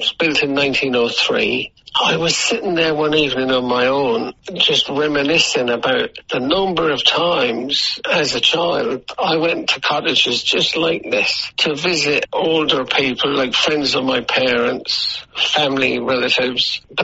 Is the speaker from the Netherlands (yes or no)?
no; London, United Kingdom; because I grew up in London, so my life was very different.